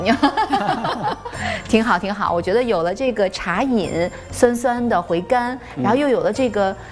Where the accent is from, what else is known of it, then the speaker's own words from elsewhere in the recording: northern China, China; 作为一个北方人